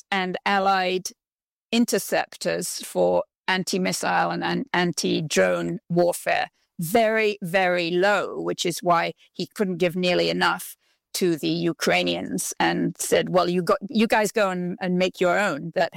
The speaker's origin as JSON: {"language": "English", "region": "England", "country": "United Kingdom", "tie": "born or raised there", "said": "You know, it's very familiar to me because I grew up in England in the 1950s."}